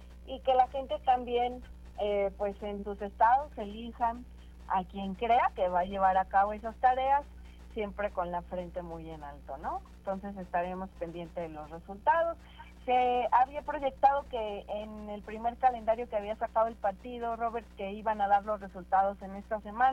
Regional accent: Tlanalapan, Puebla, Mexico; en mi pueblo, en Tlanalapan

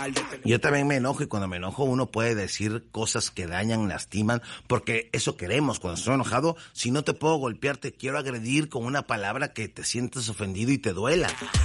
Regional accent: Mexico

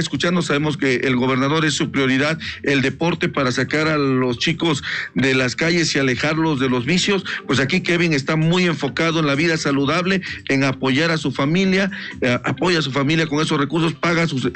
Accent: Puebla, Mexico; lo presumamos como poblanos.

